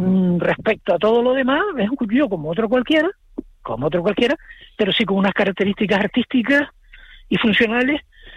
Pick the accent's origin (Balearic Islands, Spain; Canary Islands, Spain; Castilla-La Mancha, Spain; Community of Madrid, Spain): Canary Islands, Spain; ¿por qué sabe usted que soy canario?